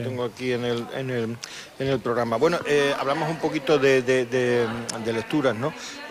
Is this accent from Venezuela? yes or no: no; San Roque, Spain; No te decimos caseta, yo soy de San Roque, digo caseta.